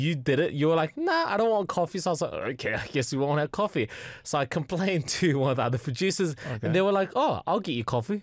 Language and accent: English; Canada; accent: Canadian; Also, this Canadian accent doesn't help. Nobody likes Canadian